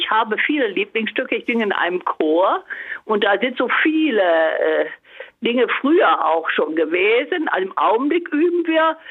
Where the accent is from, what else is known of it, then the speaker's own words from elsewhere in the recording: Essen, North Rhine-Westphalia, Germany; born there; ich bin auch geboren in Essen, aber der Bezug zum Rheinland ist ja an der Grenze nach Westfalen, naja, so halb und halb, so richtig ambivalent. Von beiden Seiten habe ich was mitgehört.